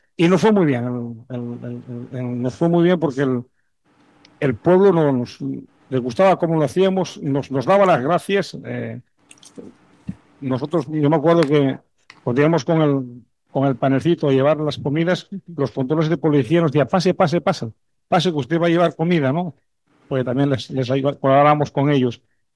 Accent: Asturias, Spain; now in Panama; Asturias, a mi tierra

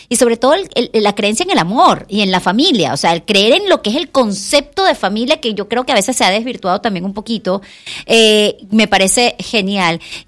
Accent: Venezuela; mi país, Venezuela

